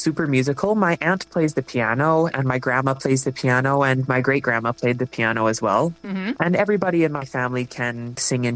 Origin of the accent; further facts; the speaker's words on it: Alberta, Canada; I still continued to do musical theater and shows, community theater in my hometown and around Southern Alberta till I graduated high school.